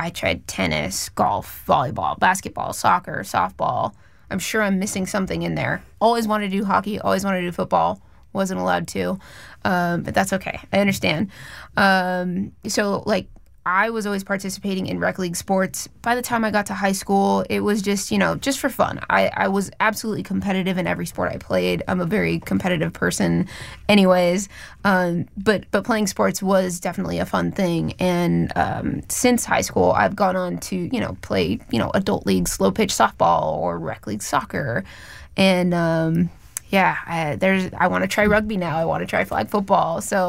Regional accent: Orange County, California, United States; born or raised there

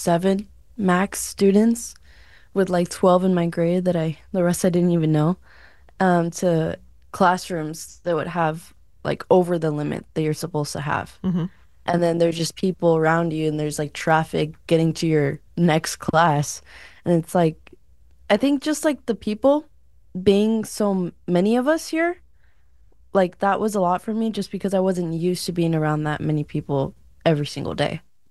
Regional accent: California, United States; It's certainly, like, a huge difference being growing up in the Imperial Valley compared to, like, other places around, like, even California.

